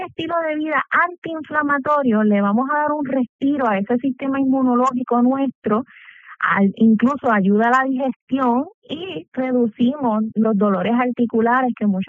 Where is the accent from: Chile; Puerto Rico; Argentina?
Puerto Rico; Somos una población puertorriqueña carnívora